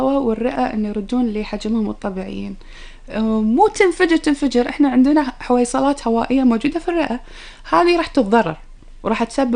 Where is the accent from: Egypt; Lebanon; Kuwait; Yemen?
Kuwait; إحنا عندنا بالكويت هني لأن يعني إحنا دولة فيها ساحل أو الخليج العربي نتميز فيه